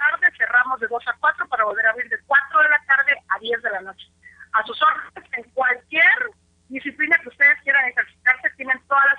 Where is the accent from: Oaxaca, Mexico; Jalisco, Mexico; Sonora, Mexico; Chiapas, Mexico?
Chiapas, Mexico; Tuxtla Gutiérrez; Como bien lo dice nuestra amiga Vicky, vengo de Tuxtla Gutiérrez.